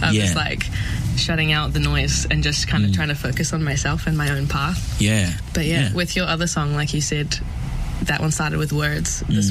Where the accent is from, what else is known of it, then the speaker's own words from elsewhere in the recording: Brazil; I'm from Brazil.